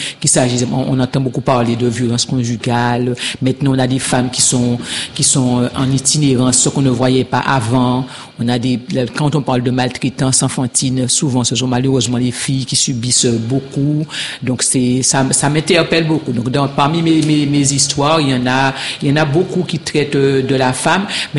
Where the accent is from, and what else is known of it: Pointe-à-Pitre, Guadeloupe, France; born or raised there